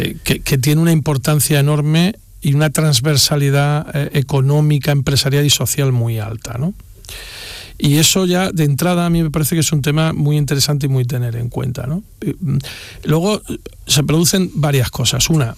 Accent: Andalusia, Spain; yo soy ese tipo de andaluz serio.

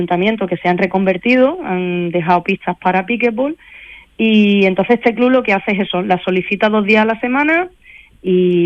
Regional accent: La Línea de la Concepción, Andalusia, Spain

